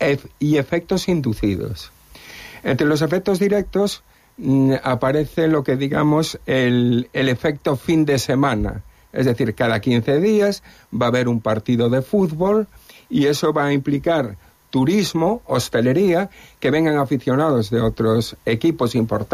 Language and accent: Spanish; A Coruña, Galicia, Spain; preguntaban, ¿de dónde eres? Decías Coruña, y decían Depor, ¿no?